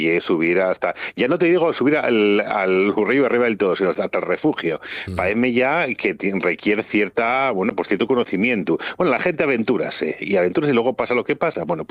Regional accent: Asturias, Spain; los menos somos los asturianos

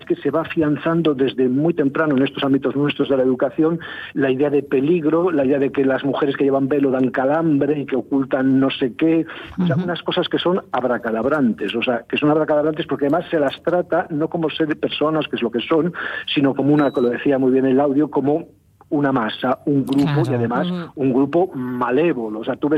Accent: Asturias, Spain; y yo soy asturiano y soy verde aceituna, y no nos planteamos que somos de dos razas distintas como somos, sino que somos asturianos.

